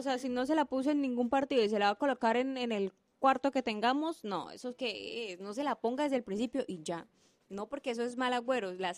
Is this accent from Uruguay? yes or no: no; Colombia